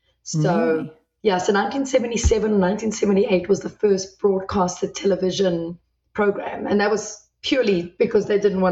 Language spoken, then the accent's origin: English; South Africa; So I grew up in South Africa, but Dennis came down to South Africa for college.